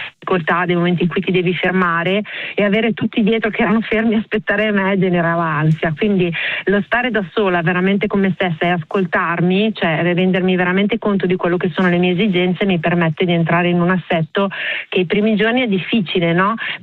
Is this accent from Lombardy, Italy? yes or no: yes; Milan, Lombardy, Italy; now in Porto San Giorgio, Italy; io sono nata e cresciuta a Milano, adesso mi sono trasferita nelle Marche a Porto San Giorgio